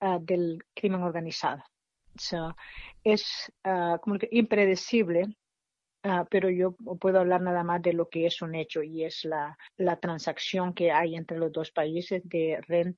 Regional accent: El Salvador; si la situación fuera a mejorar para nosotros como salvadoreños

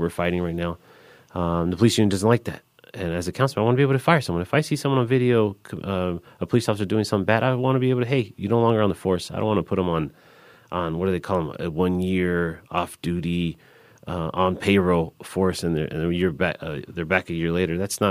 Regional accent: Los Angeles, California, United States; growing up in South Central LA in a domestic house violence, in a domestic violence household

